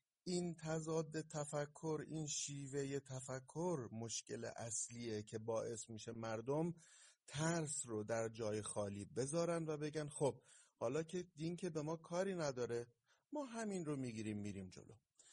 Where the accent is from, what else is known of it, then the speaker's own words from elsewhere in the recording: Iran; ما ایرانی هستیم، ایرانی ها عاشق اسطوره‌ن.